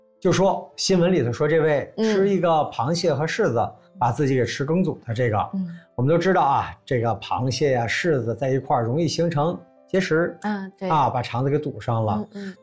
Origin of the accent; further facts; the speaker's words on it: China; 我们中国人特别喜欢找各种理由吃